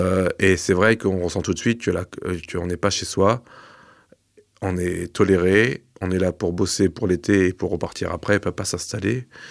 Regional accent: Normandy, France; now in Brittany, France; aujourd'hui je suis normand et je suis en terre bretonne

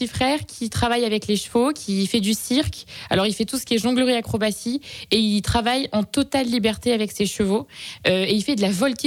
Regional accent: Hauts-de-France, France; now in Mayenne, France; On vient du sud de l'Oise à la base, justement à côté de la Mer de Sable, du parc d'attractions.

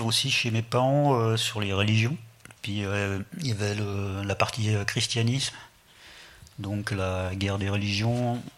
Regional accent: Geneva, Switzerland; born there; first language German; French is a second language; also born or lived in Zurich, Switzerland; Par contre, quand je suis arrivé à Genève, francophone

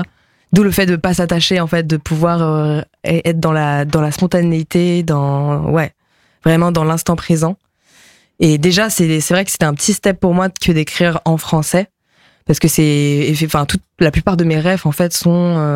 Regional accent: Pays de la Loire, France; first language Japanese; C'était vraiment ma langue maternelle, mais en fait, mes parents étaient en Belgique, ils ont bougé. À Nantes, à côté de Nantes quand j'avais 4 ans, donc oui, j'ai vraiment grandi.

